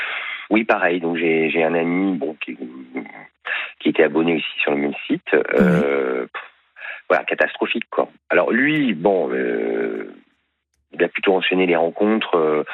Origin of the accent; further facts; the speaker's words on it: Paris, Île-de-France, France; now in Marseille, France; moi j'habite Marseille, hein, je suis parisien, installé dans le sud-est depuis 2017